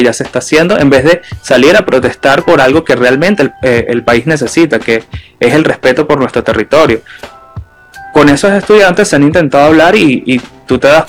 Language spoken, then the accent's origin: Spanish; Venezuela; como venezolano de a pie